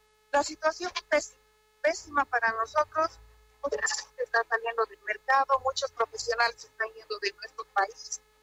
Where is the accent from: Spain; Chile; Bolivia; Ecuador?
Bolivia; Nuestra moneda boliviana da pena. ¿Cómo vamos a trabajar? A nosotros debería, nosotros somos el sostén de Bolivia